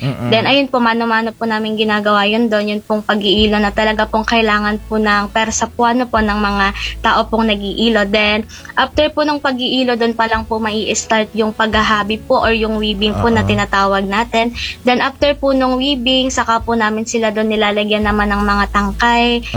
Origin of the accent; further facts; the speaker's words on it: Cavinti, Calabarzon, Philippines; yun po yung tinatawag namin dito sa amin sa Cavinte po na pandan, pandanan.